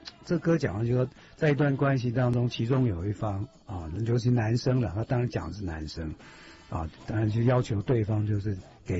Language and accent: Chinese; China; 就像我们中国人就不太善于表达爱意